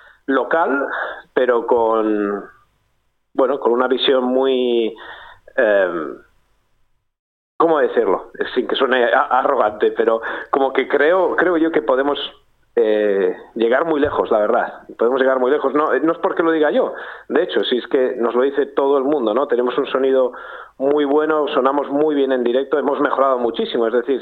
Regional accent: Cantabria, Spain; no somos los únicos cántabros en la programación

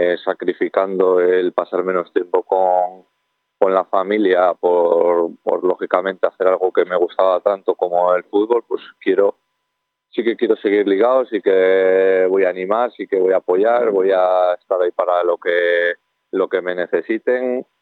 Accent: Cantabria, Spain; born there; el equipo de mi pueblo, el que considero mi equipo, que es el Escudo

